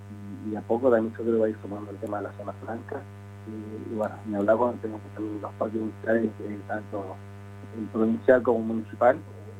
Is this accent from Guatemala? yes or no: no; Zapala, Neuquén, Argentina; Hoy somos la puerta del Pacífico con Chile de Zapala